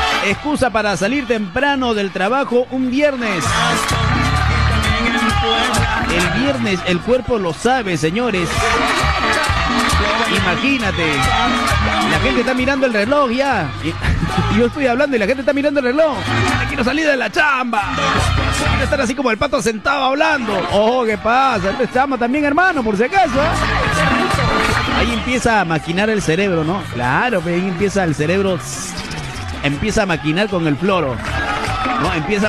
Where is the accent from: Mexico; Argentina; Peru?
Peru